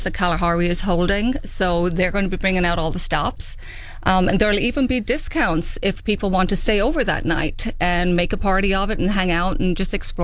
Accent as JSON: {"language": "English", "country": "Ireland", "tie": "born or raised there", "moved": "yes", "said": "I'm from Ireland, so the idea actually came from there. Small town, 3,500 people"}